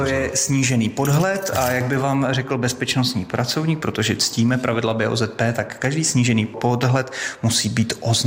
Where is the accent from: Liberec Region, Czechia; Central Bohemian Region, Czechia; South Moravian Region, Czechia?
Liberec Region, Czechia; Turnov; now in East Bohemia, Czech Republic; já jsem naplavenina tady v tomto kraji, pocházím z Turnova, ze srdce českého ráje. A my tam máme skály, jo, nebo Kozákov, nebo něco takového.